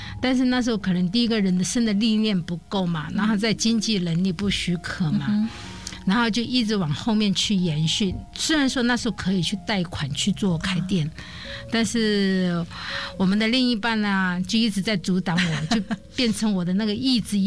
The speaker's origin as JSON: {"language": "Chinese", "region": "Hunan", "country": "China", "moved": "as an adult", "lives_now": "Taiwan", "said": "因为那时候我们湖南那边讲真的，那时候蛮贫穷的。"}